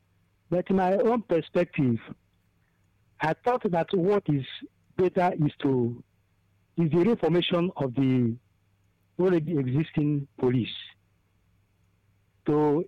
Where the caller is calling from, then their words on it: Enugu, Enugu State, Nigeria; I'm calling from Enugu.